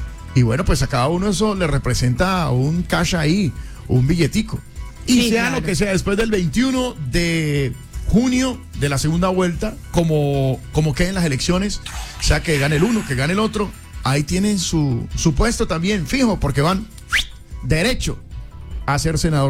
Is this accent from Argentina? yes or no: no; Colombia; que sea lo mejor para nosotros como colombianos.